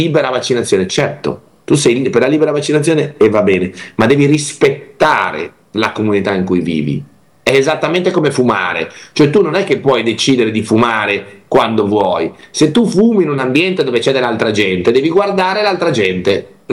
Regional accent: Liguria, Italy; Io mi vergogno di questi dati da Ligure. Noi siamo la peggior regione del centro-nord

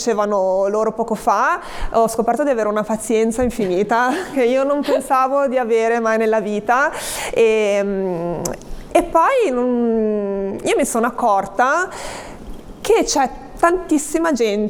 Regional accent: Sampierdarena, Liguria, Italy; Cambieremo anche zona perché noi siamo di San Pier d'Arena, dovremmo andare a Malassana

